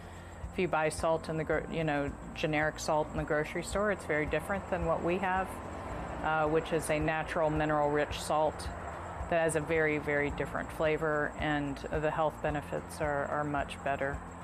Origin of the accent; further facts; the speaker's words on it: Charleston, West Virginia, United States; moved away; I grew up here in Charleston.